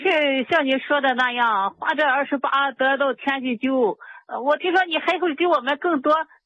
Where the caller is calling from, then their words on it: Shandong, China; 我是山东的听众啊。